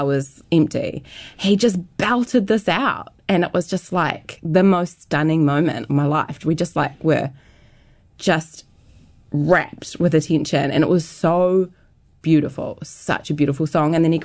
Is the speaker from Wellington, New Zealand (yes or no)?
yes; Martinborough, Wellington, New Zealand; born or raised there